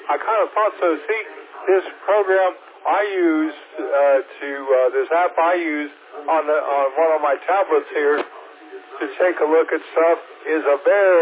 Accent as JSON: {"language": "English", "town": "Phillipsburg", "region": "Ohio", "country": "United States", "tie": "born or raised there", "moved": "yes", "lives_now": "Texas, United States", "said": "a little airport I grew up near in Phillipsburg, Ohio."}